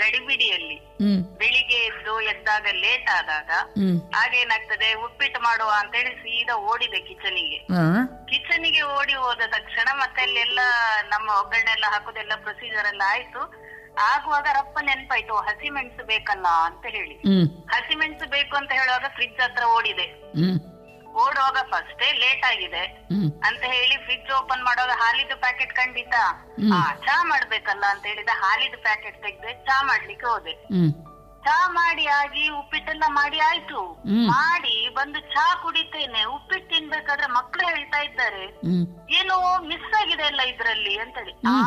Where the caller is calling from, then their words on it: Mangalore, Karnataka, India; ನಾನು ಕೋಡಿಕಲ್ಲಿಂದ.